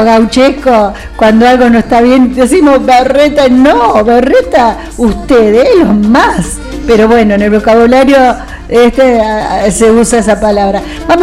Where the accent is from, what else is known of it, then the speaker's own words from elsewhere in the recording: Carcaraña, Santa Fe, Argentina; Salúdenme, que yo vengo de Carcaraña.